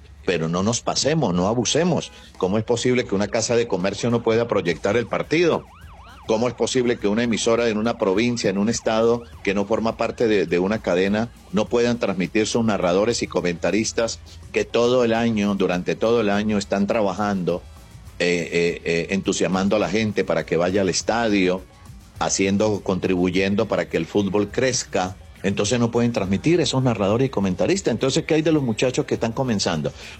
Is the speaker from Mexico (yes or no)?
no; Venezuela; Somos muy criollos, de Lara para acá, de Barquisimeto para acá, de la zona del Llano para acá